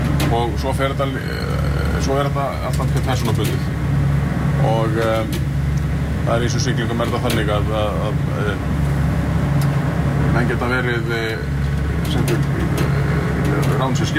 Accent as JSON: {"language": "Icelandic", "town": "Grindavík", "region": "Southern Peninsula", "country": "Iceland", "said": "ég kem úr Grindavík hérna, og býð þar"}